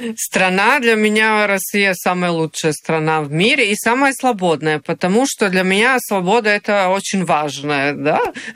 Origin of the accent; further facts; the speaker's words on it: Serbia; Russian is a second language; moved away as an adult; now in Russia; я родилась, прожила первую вот молодость свою в Югославии.